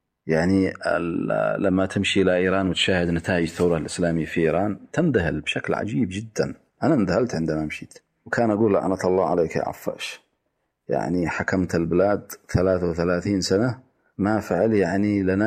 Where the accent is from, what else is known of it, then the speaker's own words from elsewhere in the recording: Yemen; مثلا 26 سبتمبر عندنا في اليمن،